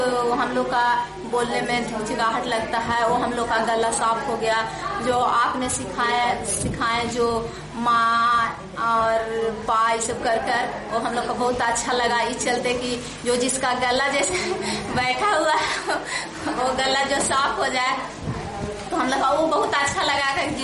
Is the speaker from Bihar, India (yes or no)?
yes; Deo, Bihar, India; मैं देव की रहने वाली हूँ, मैं यहाँ की दो हूँ